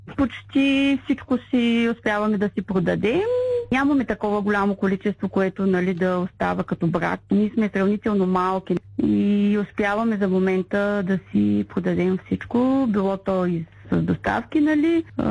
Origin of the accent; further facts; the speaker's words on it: Shumen, Shumen Province, Bulgaria; now in Silistra, Bulgaria; Аз съм родом от Шумен